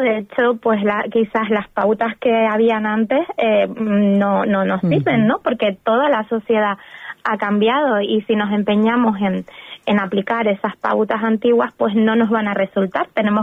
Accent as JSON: {"language": "Spanish", "area": "Tenerife", "region": "Canary Islands", "country": "Spain", "said": "yo soy de Tenerife, pero Lanzarote para mí es mi segunda casa. Tengo raíces de ahí, mi abuela es de tía, luego pues más familia por repartida por todo Lanzarote."}